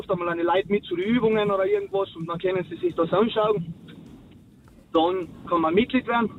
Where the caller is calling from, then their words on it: Rangersdorf, Carinthia, Austria; Ich bin aus Rangersdorf.